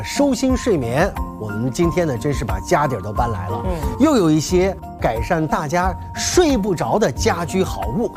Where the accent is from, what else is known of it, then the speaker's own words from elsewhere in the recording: Northwest China, China; 我们从小在西北农村过夏天的时候，用艾草绳要熏蚊子